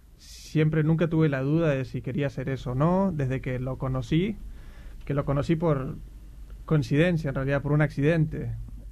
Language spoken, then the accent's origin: Spanish; Paraná, Entre Ríos, Argentina; tuve la suerte cuando empecé ballet de chico acá en Paraná